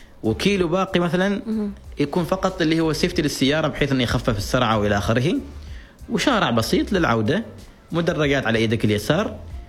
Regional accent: Oman; هنا عندنا في عمان

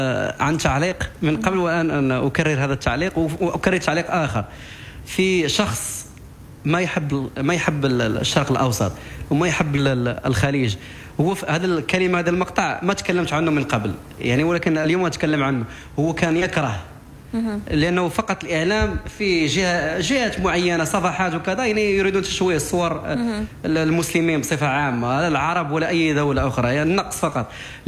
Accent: Morocco; وخاصة يعرفونك أنك من دولة المغرب

